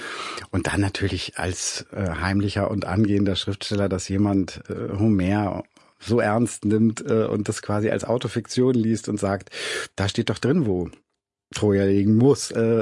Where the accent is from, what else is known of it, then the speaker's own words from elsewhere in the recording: Schwerin, Mecklenburg-Vorpommern, Germany; Also in meiner Heimatstadt Schwerin gibt es die Schliemann-Terrassen und eine Schliemann-Büste vor einer Schule, die früher quasi das Gymnasium war.